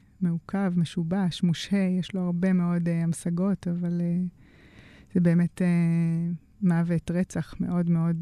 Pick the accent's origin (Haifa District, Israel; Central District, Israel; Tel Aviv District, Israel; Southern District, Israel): Southern District, Israel; Nir Oz; moved away as an adult; אני בת קיבוץ ניר עוז, ועזבתי את הקיבוץ בגיל 24-25, אחרי התואר הראשון.